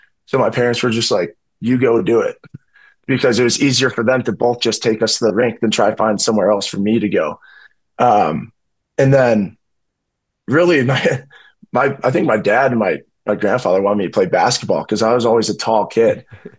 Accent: Chicago, Illinois, United States; I'm from Chicago, I'm a diehard Bears fan.

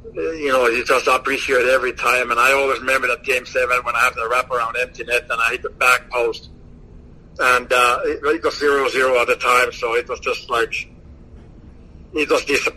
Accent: Finland; Growing up in Finland, you know, we don't have a trade. Coming over here and realize it's all business

